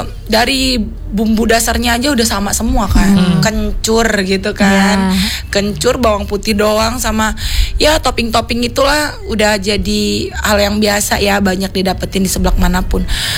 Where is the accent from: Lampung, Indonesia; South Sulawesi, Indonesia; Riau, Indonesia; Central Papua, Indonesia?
Lampung, Indonesia; Kota Agung; moved away; aku nih kan perantau dari Kota Agung, kabupaten kecil kan.